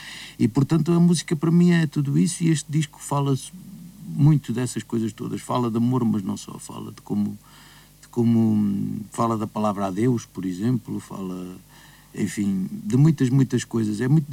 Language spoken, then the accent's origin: Portuguese; Lisbon, Portugal; now in Alentejo, Portugal; eu sou de Lisboa, vivo é no Alentejo